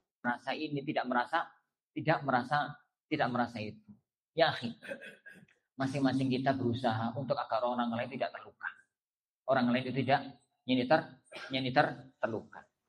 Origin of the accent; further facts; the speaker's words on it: Java, Indonesia; Kita tuh orang Jawa ya, Wan.